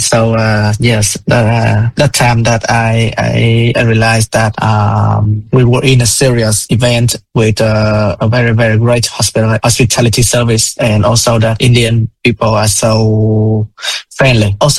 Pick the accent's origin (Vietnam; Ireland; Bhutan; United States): Vietnam